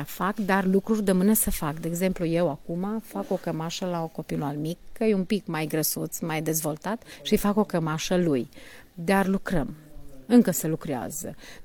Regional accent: Kuštilj, Vojvodina, Serbia; Toată casa suntem români. În tot Coșteiul avem două căși unde se vorbesc cu doi gineri sârbește. În restul, nici toată casa vorbim românește. Toată casa. Și îl vorbim cu drag. Îl păstrăm vorbitul din bătrâni, cu ș.

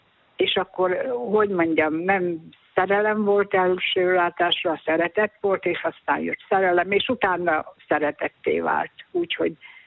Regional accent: Paszab, Szabolcs-Szatmár-Bereg, Hungary; born there; én Paszabon születtem, ahol a híres világhírű paszabi szőztes, szádas szőzteseket szövik.

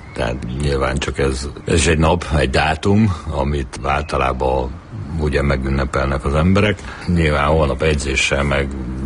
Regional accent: Bogád, Baranya, Hungary; egy Pécs mellett egy faluban nőttem fel, Bogádon, ahol koriban szerintem ilyen 900 környékén most is talán ezren haladnak a faluba, tehát egy kis falu.

